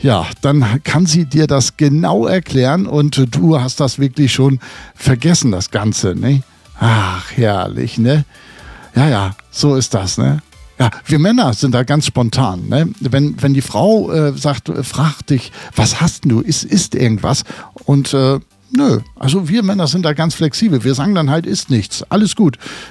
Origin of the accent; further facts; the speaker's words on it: Hamburg, Germany; Mit ganz lieben Gruß nach Hamburg in meine alte Heimat